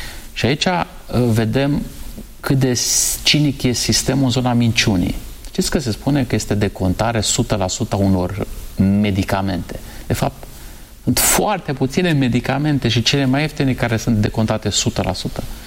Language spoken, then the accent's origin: Romanian; Suceava, Suceava County, Romania; now in Bucharest, Romania; am copilărit în Suceava